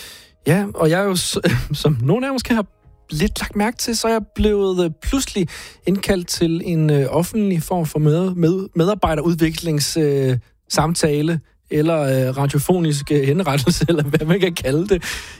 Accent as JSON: {"language": "Danish", "region": "Jutland", "country": "Denmark", "accent": "Jutlandic", "said": "jeg kunne godt tale sådan her, men det er ligesom sådan, jeg taler ud fra Westfield, hvor jeg kommer"}